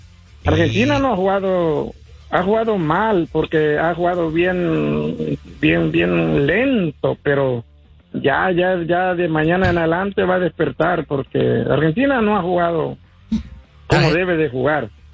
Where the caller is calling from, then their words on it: Long Beach, California, United States; de Long Beach.